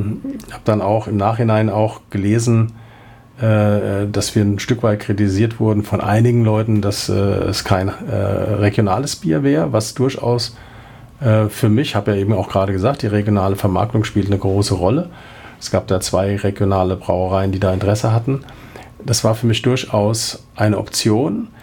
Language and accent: German; Worms, Rhineland-Palatinate, Germany; ich bin in Worms groß geworden, also das heißt, ich kenn Eichbaum auch schon, seit ich jugendlich bin.